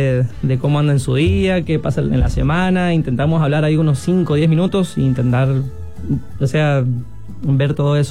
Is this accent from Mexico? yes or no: no; Argentina; moved away; Como argentino, el sazón es muy bueno, ¿eh?